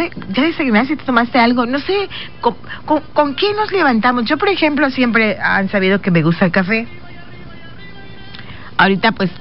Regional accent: Juchitán, Oaxaca, Mexico; de donde yo vengo y del Istmo de Tehuantepec, de Oaxaca, de Juchitán. Esa es la manera de hablar de nosotros.

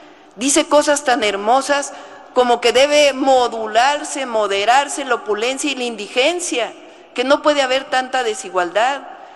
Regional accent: Mexico; Ese valor que le damos las y los mexicanos, no importa si somos de Yucatán o de Sonora, de Veracruz o de Baja California

